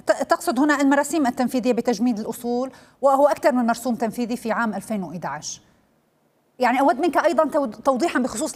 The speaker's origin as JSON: {"language": "Arabic", "country": "Syria", "said": "كنا نسمع فيها كسوريين وكصحفيين"}